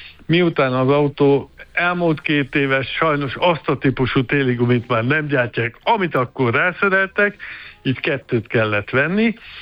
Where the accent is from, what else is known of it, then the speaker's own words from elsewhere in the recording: Hungary; mi magyarok vagyunk